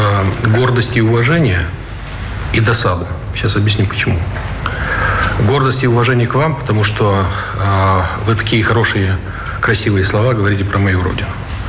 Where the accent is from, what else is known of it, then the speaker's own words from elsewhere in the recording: Moldova; Для меня, как коренного молдаванина, гражданина своей страны, у меня нет другого гражданства, только молдавского.